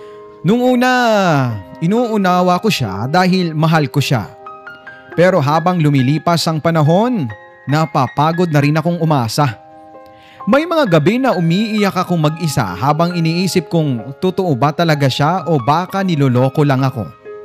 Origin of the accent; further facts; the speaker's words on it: San Roque, Eastern Visayas, Philippines; now in Makati, Philippines; Pero tubong San Roque po ako sa probinsya ng Northern Samar. Nais ko pong ibahagi ang aking kwento sa mga kababayan kong waray-waray